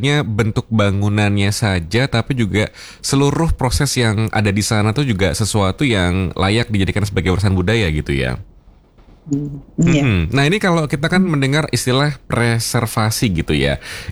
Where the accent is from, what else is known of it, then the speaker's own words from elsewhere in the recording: Semarang, Central Java, Indonesia; sebagai orang Semarang asli